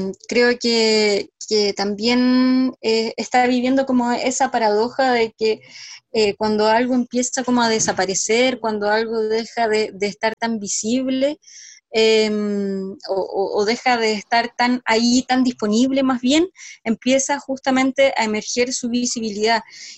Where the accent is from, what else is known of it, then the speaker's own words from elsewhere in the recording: San Felipe, Valparaíso, Chile; San Felipe del Valle de la Aconcagua, de donde yo soy